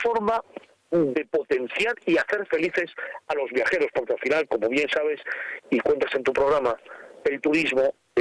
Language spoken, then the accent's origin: Spanish; Madrid, Community of Madrid, Spain; Ay, mira, a mí me encanta, soy de Madrid, ¿eh? Soy de Madrid, lo que pasa que mi madre era extremeña